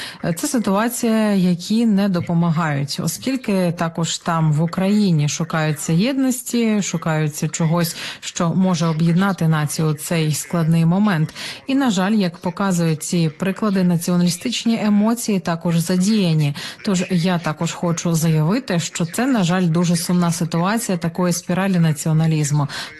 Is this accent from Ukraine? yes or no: no; Poland; Тим часом ми, як поляки, потребуємо інтеграції з українцями, які тут.